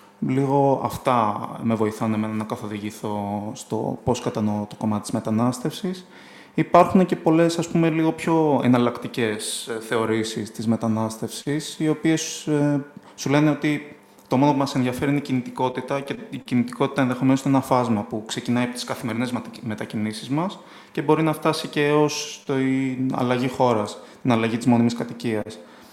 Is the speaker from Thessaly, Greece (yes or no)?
no; Piraeus, Attica, Greece; είμαι ένας Αρμένης από τον Πειραιά, είμαι ένας δηλαδή Πειραιώτης Αρμένης. Ορίζω τον εαυτό μου πιο πολύ ως έναν άνθρωπο ο οποίος είναι από τον Πειραιά, τα περίχωρα, εκεί που έχει μεγαλώσει, εκεί που έχει τις εικόνες του, τις εμπειρίες του.